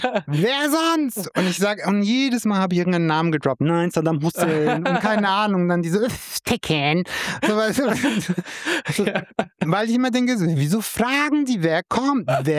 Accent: Rothenburg, Germany; Bei uns in Rothenburg, wo ich herkomme, da wird halt zu Weihnachten, ist dann überall so geschmückt, so mit Geschenkeboxen und alles.

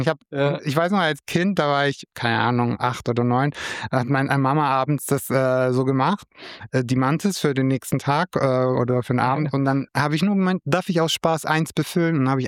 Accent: Rotenburg, Germany; Bei uns in Rotenburg, wo ich herkomme, da wird halt zu Weihnachten, ist dann überall so geschmückt, so mit Geschenkeboxen und alles.

